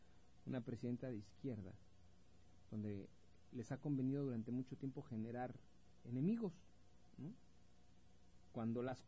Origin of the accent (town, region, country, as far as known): Mexico